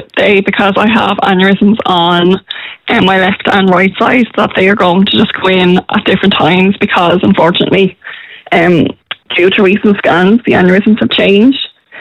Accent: Arklow, Leinster, Ireland; My hometown, Arklow, has been tremendous.

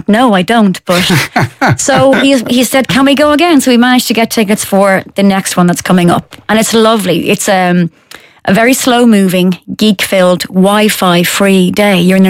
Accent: Ireland; as an Irish person and a human being

